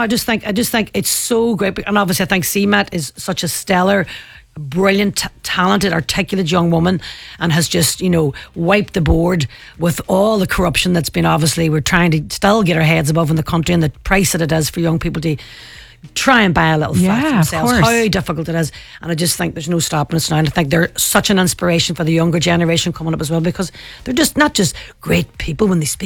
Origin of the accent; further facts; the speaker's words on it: Ireland; I think we actually have a very, you know, in-depth truth within us as Irish people to tell the story of actually what happened to our country and colonization and imperialism.